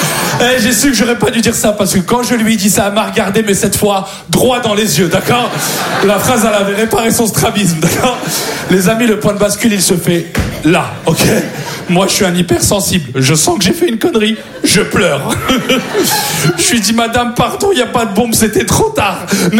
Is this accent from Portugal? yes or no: no; France; Et là, je raccroche, je lui dis, je suis français.